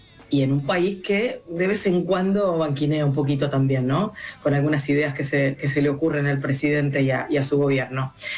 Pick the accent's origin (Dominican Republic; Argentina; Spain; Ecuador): Argentina; Qué bueno poder traer a esta mesa cosas que nos ponen como argentinos a la vanguardia